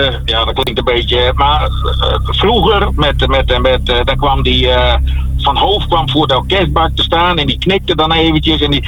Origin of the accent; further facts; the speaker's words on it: Sint Jacobiparochie, Friesland, Netherlands; born there; moved away as an adult; now in Oude Pekela, Netherlands; Ik ben geboren in Sint-Jacobi-parochie.